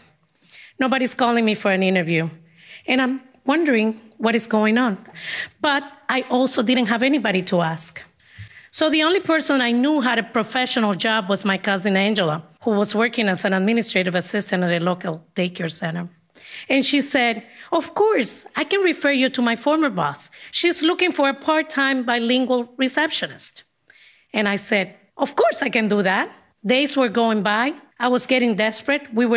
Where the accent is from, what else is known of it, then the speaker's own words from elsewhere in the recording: Dominican Republic; now in Boston, United States; I come to Boston from Dominican Republic with one suitcase. My suitcase was full of books and many dreams. It was a very heavy suitcase. When Dominicans emigrate to the United States, we give away all our clothes and our belongings.